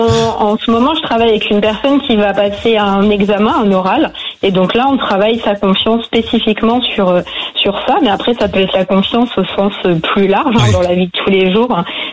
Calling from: Bayeux, Normandy, France; Je suis à Bayeux.

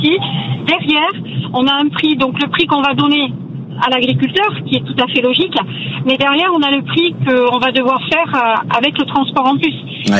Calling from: Anglet, Nouvelle-Aquitaine, France; Alors moi, je vous appelle d'Anglette. Anglette, c'est au Pays Basque, c'est-à-dire que Anglette se trouve entre Biarritz et Bayonne, tout simplement.

